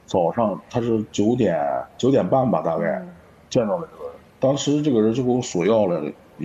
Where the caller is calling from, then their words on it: Hebei, China; 因为我是河北人，当时